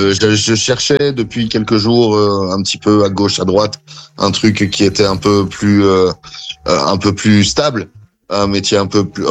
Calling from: Wavre, Wallonia, Belgium; J'habite à Wavre, donc en Belgique

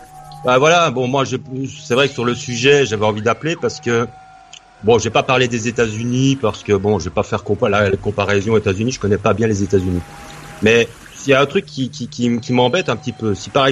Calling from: Liège, Wallonia, Belgium; 48 ans, de Liège en Belgique.

